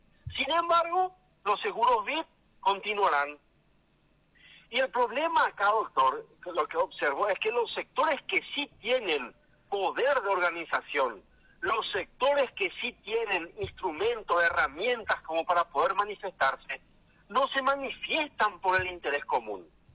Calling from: Paraguay; Ese es el problema principal, doctor, que tenemos los paraguayos.

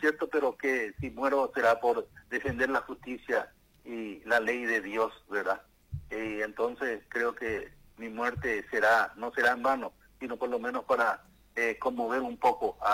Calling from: Altos, Cordillera, Paraguay; yo vivo en Alto

